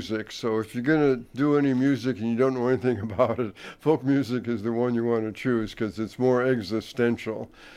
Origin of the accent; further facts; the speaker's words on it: Chicago, Illinois, United States; when I was young and growing up in Chicago